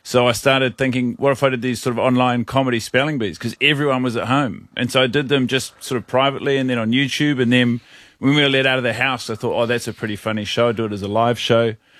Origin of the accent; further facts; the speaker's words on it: New Zealand; I am a Kiwi.